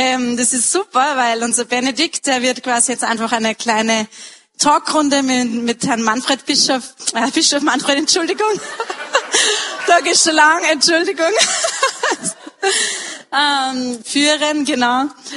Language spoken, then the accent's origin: German; Upper Austria, Austria; sie sind ja das Oberhaupt bei uns in Oberösterreich der katholischen Kirche